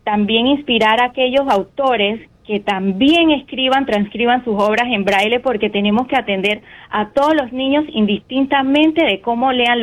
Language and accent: Spanish; Panama; Sí, yo soy de Panamá. Ese es mi país natal.